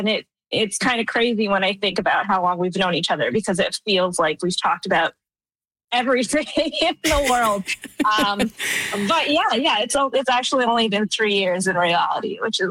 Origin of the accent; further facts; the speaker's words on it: Newfoundland and Labrador, Canada; moved away as an adult; now in Regina, Canada; So I'm originally from Newfoundland. I moved to Regina about 13 years ago.